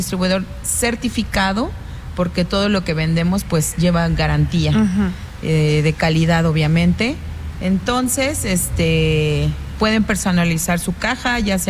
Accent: Mexico; a festejar a México, que somos orgullosamente mexicanos aquí.

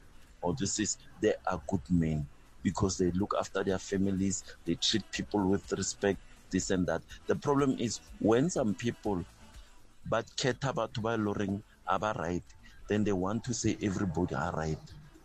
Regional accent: Mamelodi, Gauteng, South Africa; from Mamelodi, CAF champion, intercontinental champion, presently MTN champion.

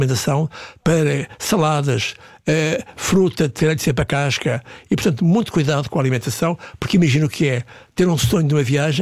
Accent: Guarda, Centro, Portugal; para o Beirão, que eu sou da Guarda.

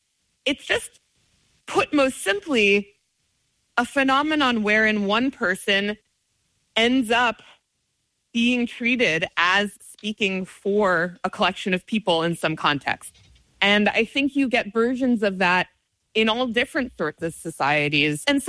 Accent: United States; I grew up in the United States. I know examples from the United States.

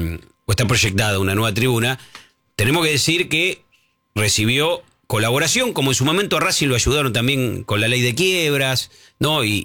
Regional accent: Buenos Aires, Argentina; born there; cuando nos dicen porteños, somos porteños, nacimos en una ciudad que es costera, que tiene puerto, no es culpa nuestra sí. Haber nacido acá.

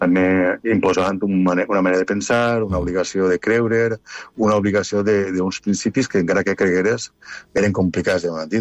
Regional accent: Agullent, Valencian Community, Spain; also born or lived in Ontinyent; now in Canals, Spain; Jo sóc d'Agullent, ho sabeu massa bé, visc a Canals i he treballat tota la vida en Ontinyent.

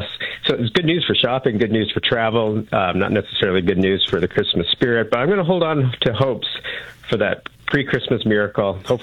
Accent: Vineland, Ontario, Canada; Yeah, I mean, I grew up in Vineland, quite familiar with that contrast, north versus south across the Niagara region.

